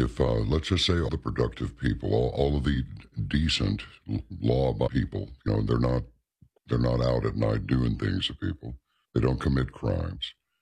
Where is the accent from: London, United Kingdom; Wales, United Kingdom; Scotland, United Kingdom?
Wales, United Kingdom; No, but I'm from Wales, and you're an American.